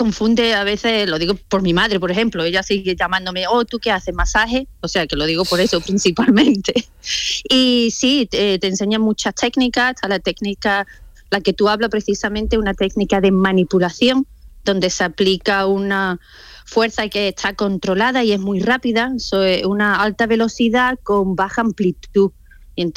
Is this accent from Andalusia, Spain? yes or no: yes; Málaga, Andalusia, Spain; moved away as an adult; now in Wales, United Kingdom; Yo soy de Málaga.